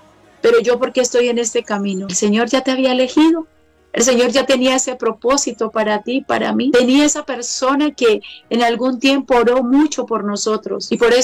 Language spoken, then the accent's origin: Spanish; Meta, Colombia; Soy llanera, soy de una parte bastante donde es muy difícil hablar de Dios, pero Dios siempre está con nosotros.